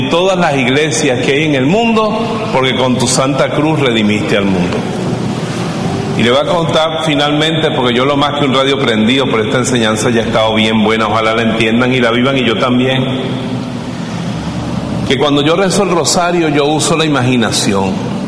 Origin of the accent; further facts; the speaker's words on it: Bejuma, Carabobo, Venezuela; born there; now in Valencia, Venezuela; la Virgen del Carmen que está en Bejuma, en mi pueblo